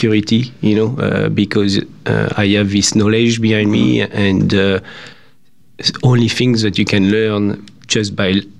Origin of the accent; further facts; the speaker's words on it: Loire Valley, France; accent: French; English is a second language; Well, I'm from France, you know. my accent doesn't lie. My family produce wine in the Loire Valley.